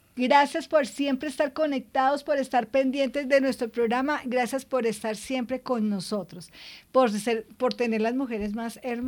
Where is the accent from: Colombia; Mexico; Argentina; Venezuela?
Colombia; Yo me siento muy orgullosa de ser colombiana, muy, pero muy orgullosa.